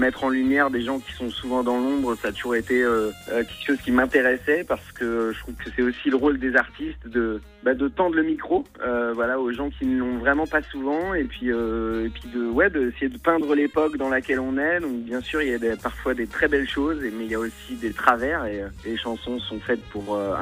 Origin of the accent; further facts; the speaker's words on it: Nouvelle-Aquitaine, France; now in Paris, France; la Creuse qui est vraiment toute mon enfance, mes racines, c'est là où je me sens bien